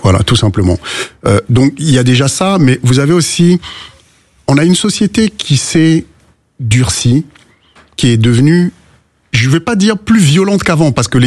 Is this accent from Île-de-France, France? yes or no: yes; Paris, Île-de-France, France; Moi, j'ai grandi à Belleville, et Belleville, c'est le carrefour du monde.